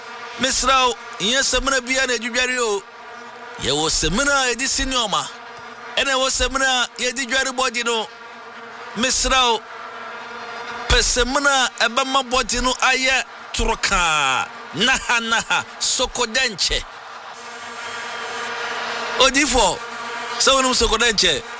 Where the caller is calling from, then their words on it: Equiapim Ebri, Ghana; We are from Equiapim Ebri.